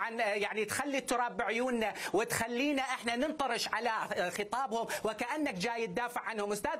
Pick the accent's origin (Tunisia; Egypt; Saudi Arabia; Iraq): Iraq; فاسمعني كعراقي